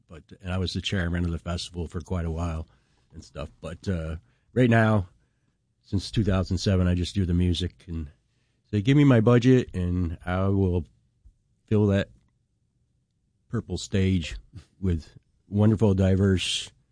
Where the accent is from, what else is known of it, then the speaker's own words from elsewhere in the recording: Naples, New York, United States; I grew up in Naples.